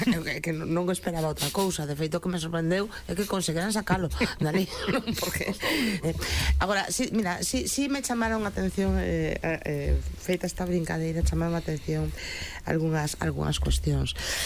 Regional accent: Galicia, Spain; home, que como galega ter ali a Borja Iglesias

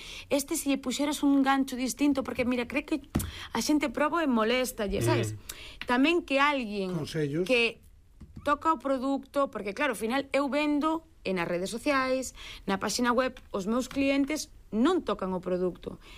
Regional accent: Pazos de Borbén, Galicia, Spain; Eu son de Pazos de Borbén.

